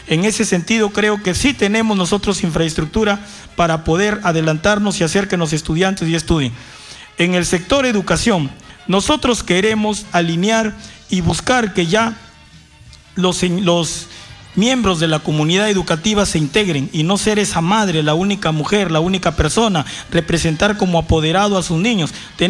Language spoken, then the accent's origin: Spanish; Talara, Piura, Peru; Yo soy de Mario Aguirre, Talara, y como soy de Mario Aguirre, a mí no me cuentan. Yo lo he vivido en el asentamiento humano, en la invasión Claudia Romero, hoy en Mario Aguirre